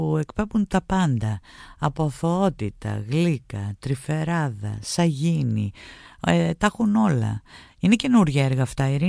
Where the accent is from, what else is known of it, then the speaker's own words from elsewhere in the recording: Vergina, Central Macedonia, Greece; Είναι η έκθεση που εγκαινιάστηκε πριν λίγες μέρες στη Βεργίνα, στο χωριό μου